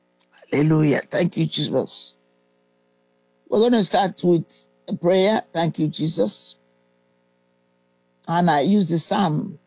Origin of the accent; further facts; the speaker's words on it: Nigeria; Thank God I was raised in the Anglican Church in Africa, in Nigeria.